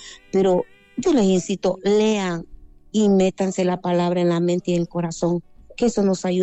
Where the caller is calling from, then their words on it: Suyapa, Francisco Morazán, Honduras; de la aldea de Suyapa.